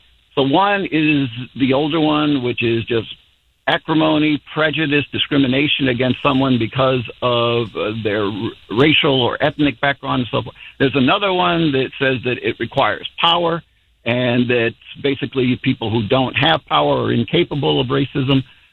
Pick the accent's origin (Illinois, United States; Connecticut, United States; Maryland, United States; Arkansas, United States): Illinois, United States; Chicago; born there; moved away as an adult; I remember going away to college from Chicago